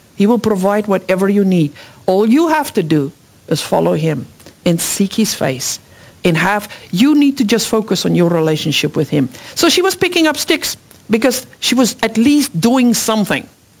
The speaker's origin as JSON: {"language": "English", "country": "South Africa", "second_language": "English", "moved": "as an adult", "said": "because I'm an immigrant from South Africa, and when my kids were little, it was very lonely. I couldn't speak English that well"}